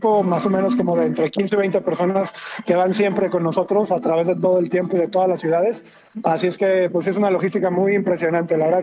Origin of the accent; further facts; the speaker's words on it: San Luis Potosí, Mexico; pasamos por mi ciudad natal que es San Luis Potosí, así es que estoy muy contento de pasar por ahí porque la gente nos trata muy bien.